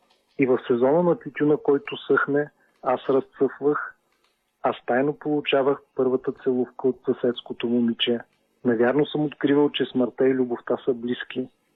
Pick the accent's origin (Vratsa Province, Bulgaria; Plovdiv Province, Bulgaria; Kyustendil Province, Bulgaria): Plovdiv Province, Bulgaria; Plovdiv; Понеже съм от Пловдив